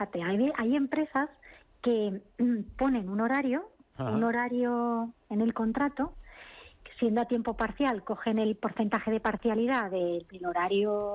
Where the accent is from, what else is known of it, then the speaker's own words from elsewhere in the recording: Cantabria, Spain; yo soy un cántabra también.